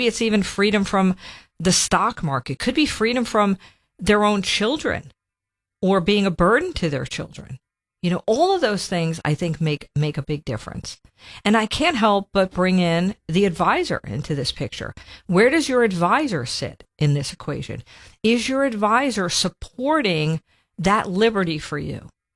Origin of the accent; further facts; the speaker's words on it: New York, United States; growing up in New York